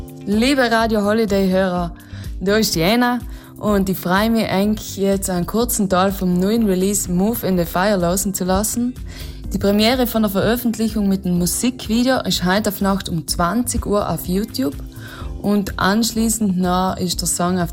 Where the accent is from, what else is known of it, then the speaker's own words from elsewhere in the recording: Trentino-Alto Adige, Italy; Für mich als Südtirolerin